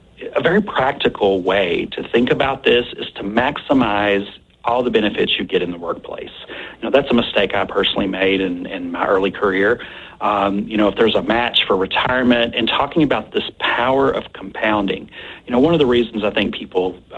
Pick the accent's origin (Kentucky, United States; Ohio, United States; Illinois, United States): Kentucky, United States; I grew up in Kentucky